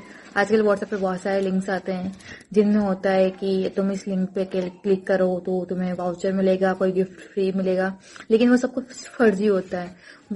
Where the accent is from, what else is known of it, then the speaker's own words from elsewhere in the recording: Rajasthan, India; मैं भवरगढ़ 12 राजस्थान से हूँ।